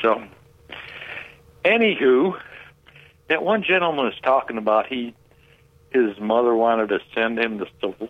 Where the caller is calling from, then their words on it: Medina, Ohio, United States; from Medina.